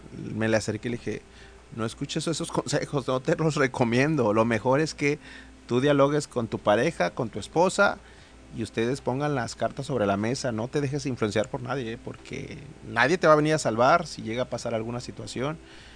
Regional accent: Acapulco, Guerrero, Mexico; born there; Yo nací aquí en Acapulco

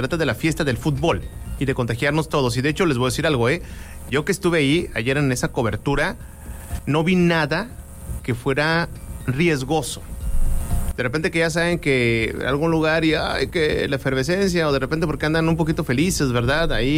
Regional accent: San Nicolás de los Garza, Nuevo León, Mexico; son de allá de San Nicolás, de donde yo soy, también.

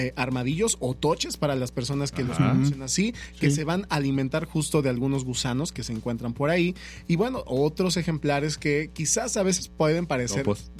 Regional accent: Mexico; como mexicanos, porque todos somos hijos del maíz.

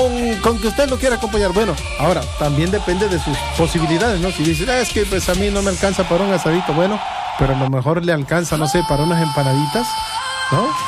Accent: Mexico

